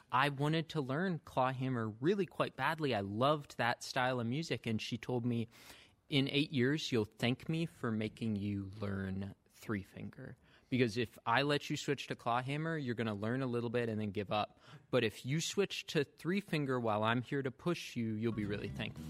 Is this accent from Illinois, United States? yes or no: no; Virginia Beach, Virginia, United States; I grew up in Virginia Beach, Virginia, not a ton of bluegrass culture.